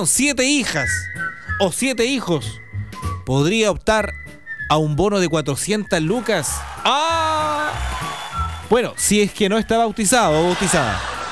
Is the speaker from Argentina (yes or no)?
no; Chile